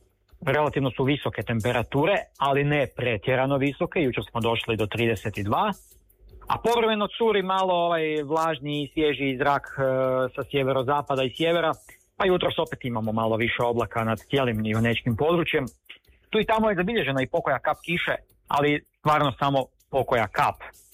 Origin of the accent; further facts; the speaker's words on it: Croatia